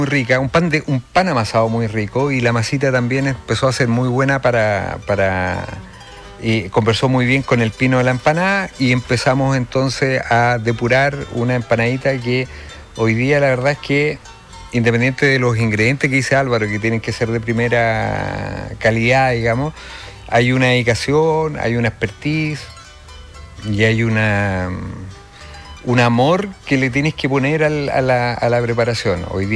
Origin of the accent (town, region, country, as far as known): Viña del Mar, Valparaíso, Chile; born there; also born or lived in Santiago